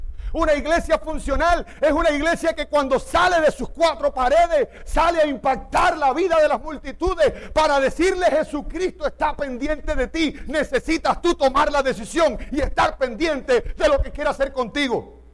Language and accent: Spanish; Cuba; moved away; nosotros decimos, en Cuba le decimos a veces la guataca también